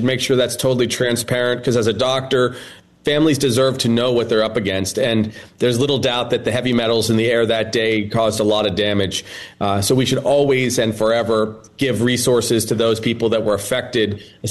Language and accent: English; Long Island, New York, United States; now in Hawaii, United States; I'm from New York originally. I have a lot of friends and family there still.